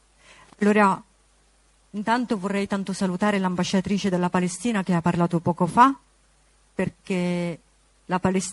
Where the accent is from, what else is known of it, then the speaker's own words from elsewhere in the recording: Lebanon; now in Italy; Per me l'Italia è casa, per mio figlio l'Italia è casa. Mio figlio, se ritorna nel mio paese d'origine, in Libano, non sa cosa fare